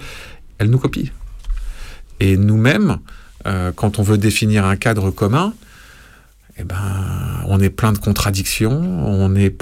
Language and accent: French; France